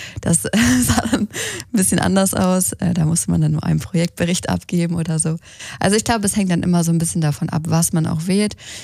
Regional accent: Germany; als Deutscher ist es auch erst ein bisschen abschreckend, weil es schon ganz anders ist als so in Deutschland.

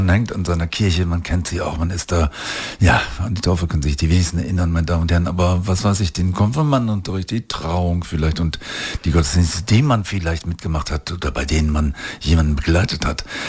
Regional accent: Hilda, Germany; Ich bin ja in Hilda aufgewachsen.

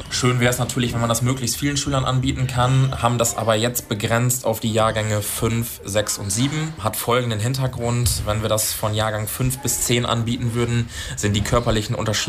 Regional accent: Germany; born there; Ich spiele seit meiner Kindheit im Verein hier in der Gegend in Thüne und tue das auch immer noch

